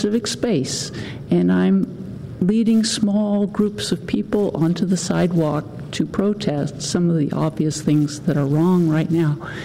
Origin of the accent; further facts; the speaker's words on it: Palo Alto, California, United States; I grew up in Palo Alto, and I'm also a resident.